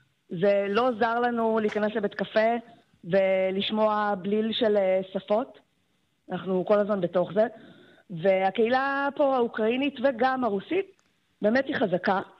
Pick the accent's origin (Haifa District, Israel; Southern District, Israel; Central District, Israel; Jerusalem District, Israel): Haifa District, Israel; Haifa; born or raised there